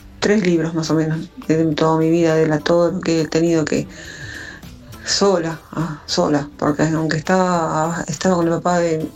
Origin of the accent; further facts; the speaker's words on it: Martín Coronado, Buenos Aires Province, Argentina; Buenas tardes a todos … soy de Martín Coronado, partido 3 de febrero.